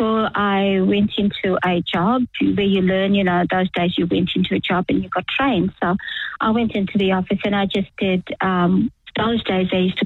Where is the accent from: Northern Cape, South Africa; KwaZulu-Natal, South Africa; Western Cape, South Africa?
KwaZulu-Natal, South Africa; Durban; I was born in Durban in 1958, uh-huh. So that's where I was raised, yeah.